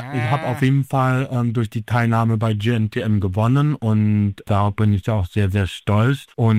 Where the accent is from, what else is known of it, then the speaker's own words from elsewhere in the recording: Neubrandenburg, Mecklenburg-Vorpommern, Germany; now in Sweden; Na klar, bleibt Neubrandenburg meine Heimatstadt, im Herzen auch vor allem, weil meine Familie wohnt ja dort.